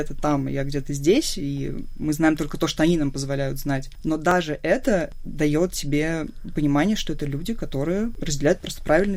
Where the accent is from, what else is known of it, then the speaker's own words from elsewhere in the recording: Russia; То есть, ну, я прям девочка из России